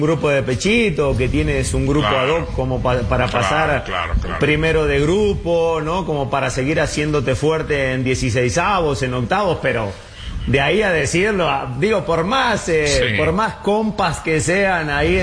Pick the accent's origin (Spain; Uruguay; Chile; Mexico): Mexico; Yo soy mexicano, soy mexicano.